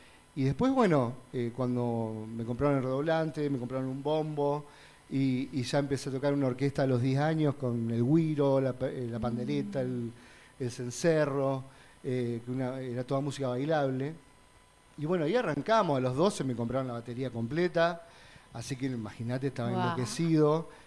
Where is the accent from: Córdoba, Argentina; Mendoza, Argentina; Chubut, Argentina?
Córdoba, Argentina; Guatimosín; born there; also born or lived in Rosario; Yo nací en la localidad de Guatimosín, que queda al sudeste de la provincia de Córdoba, casi al límite provincial con Santa Fe. Que, bueno, lo más cerca que tenemos ahí como para una referencia es Venado Tuerto. Uh-huh. Pero, bueno, Guatimosín queda al lado de Córdoba